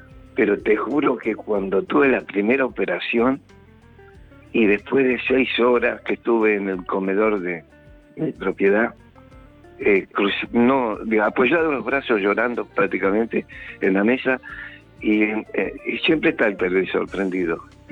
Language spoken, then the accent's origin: Spanish; Burzaco, Buenos Aires Province, Argentina; born there; moved away; yo soy nacido en Bursaco.